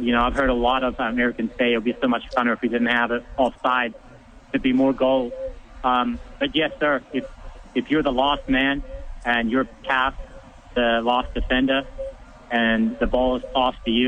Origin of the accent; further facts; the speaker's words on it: South Africa; moved away; Oh, man, I'm from South Africa.